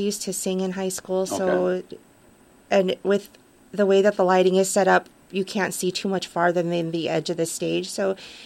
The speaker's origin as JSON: {"language": "English", "town": "El Paso", "region": "Texas", "country": "United States", "tie": "born or raised there", "moved": "as an adult", "lives_now": "Coleman, Wisconsin, United States", "said": "I'm from Texas, raised there, and moved up here about 8 years ago. And I live in Coleman, Wisconsin."}